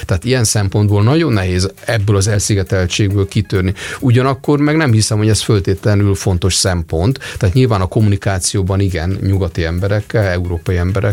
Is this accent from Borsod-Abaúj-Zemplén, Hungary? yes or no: no; Újpest, Budapest, Hungary; Én nem budapesti vagyok, újpesti, az egy peremkerület, de 15 éve kiköltöztünk falura.